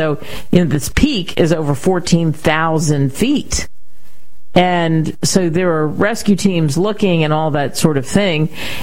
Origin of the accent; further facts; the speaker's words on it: Northeast, United States; moved away; I grew up in the Northeast.